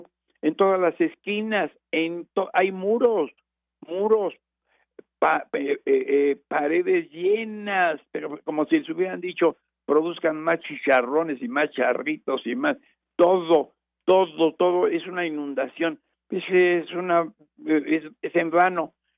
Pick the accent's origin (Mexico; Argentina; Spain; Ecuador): Mexico; Somos los mexicanos